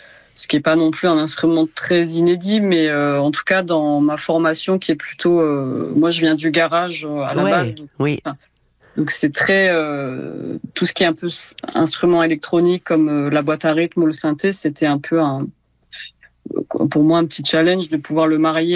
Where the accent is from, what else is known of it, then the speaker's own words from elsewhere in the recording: Ramatuelle, Provence-Alpes-Côte d'Azur, France; Ben en fait, j'ai un lien assez fort avec Ramatuelle, donc là où j'ai grandi, puisque toute ma famille est là.